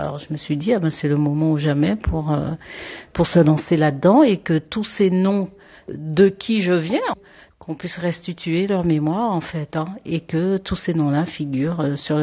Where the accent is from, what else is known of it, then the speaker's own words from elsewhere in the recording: Guadeloupe; je viens de la Guadeloupe.